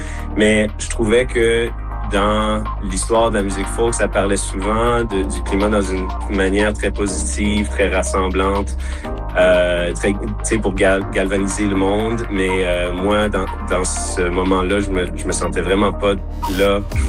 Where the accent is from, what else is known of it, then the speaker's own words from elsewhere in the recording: Longueuil, Quebec, Canada; Ma famille, ils sont Françaisois de la Saskatchewan. Moi, j'ai grandi à Longueuil, mais j'ai des racines très fortes en Saskatchewan.